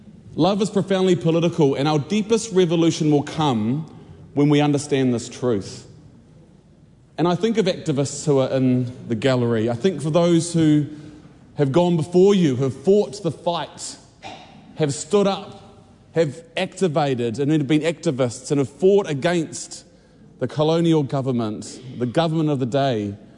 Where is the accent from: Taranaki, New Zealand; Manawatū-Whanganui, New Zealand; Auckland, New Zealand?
Taranaki, New Zealand; I am from Taranaki